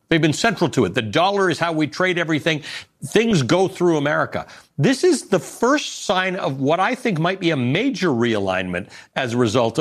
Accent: Canada; Jared, I'm Canadian

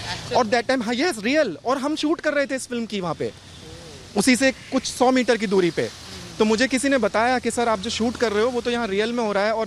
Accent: Agra, Uttar Pradesh, India; चूँकि मैं आगरा का हूँ, मैं आगरा से बिलोंग करता हूँ

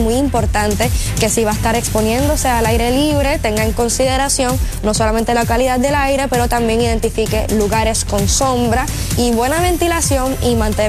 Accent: Cabo Rojo, Puerto Rico; también mi municipio de Cabo Rojo, allá mi pueblito, estuvo también pasando esos fuegos forestales durante estos pasados días

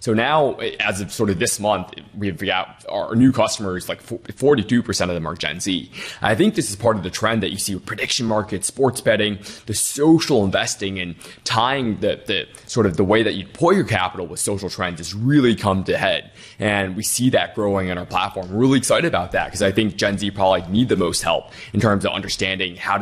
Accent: Detroit, Michigan, United States; Born and raised in Detroit, my parents are immigrants. We didn't have a lot of money growing up.

